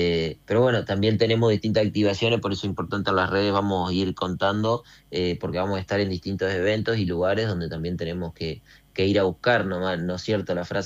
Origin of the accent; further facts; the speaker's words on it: Gualeguay, Entre Ríos, Argentina; yo soy de Gualeguay